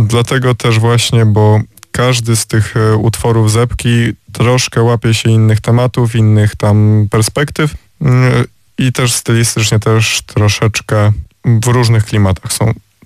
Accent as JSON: {"language": "Polish", "town": "Wrocław", "region": "Lower Silesian Voivodeship", "country": "Poland", "tie": "born or raised there", "said": "jestem z Wrocławia tak od urodzenia, powiedzmy"}